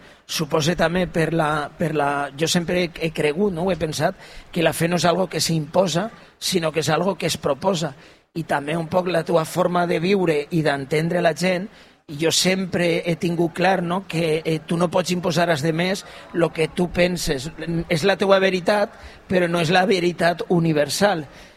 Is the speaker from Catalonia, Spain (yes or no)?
no; Figueroles, Valencian Community, Spain; jo sóc fill natural de Figueroles, encara que mon pare és d'ací de Llucena, però jo sóc fill de Figueroles